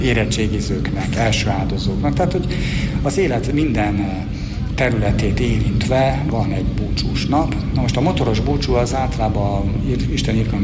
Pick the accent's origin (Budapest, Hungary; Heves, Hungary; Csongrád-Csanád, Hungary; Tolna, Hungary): Budapest, Hungary; én kőbányai vagyok, kőbányán születtem